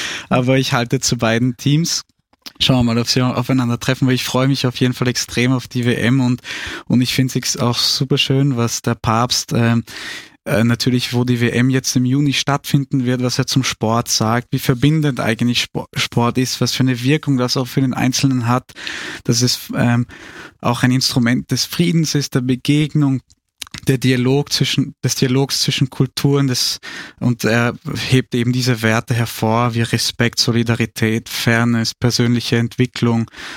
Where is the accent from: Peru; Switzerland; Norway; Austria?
Austria; Ich bin Österreicher und Halbfranzose